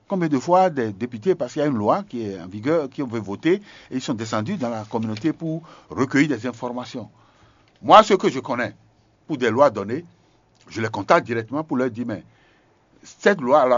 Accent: Benin; Et c'est pareil, même chez nous, chez moi au Bénin.

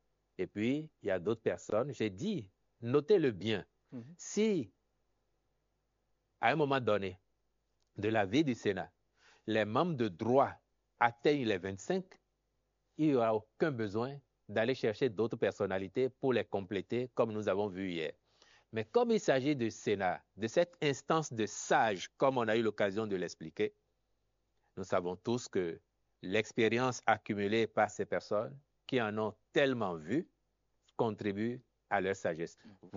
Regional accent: Benin; en tant que Béninois

